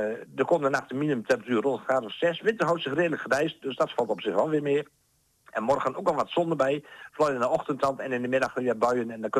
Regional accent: Overijssel, Netherlands; moved away; Ik kom van oorsprong uit Twente

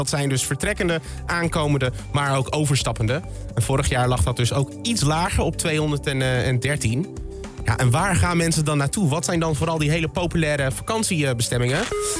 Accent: Netherlands; Eigenlijk willen wij gewoon overal naartoe als Nederlanders.

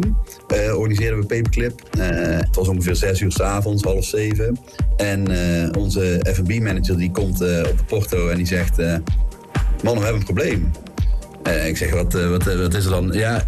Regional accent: Bergeijk, North Brabant, Netherlands; Ik kwam uit Bergijk.

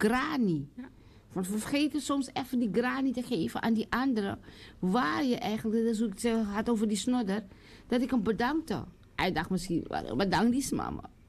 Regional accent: Suriname; zijn zelf ook trots als Surinamers. Trots op onszelf, trots op de dingen die we doen

